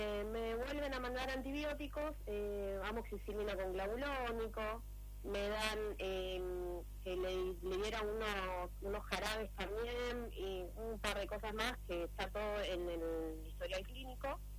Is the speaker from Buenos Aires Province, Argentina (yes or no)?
yes; González Catán, Buenos Aires Province, Argentina; yo soy de González Catán, tengo hospitales acá